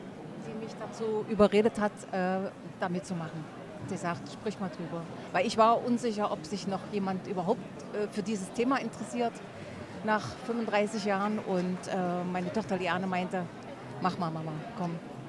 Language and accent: German; Halle, Saxony-Anhalt, Germany; Ja, also ich bin aus Halle und Gerald ist auch aus Halle.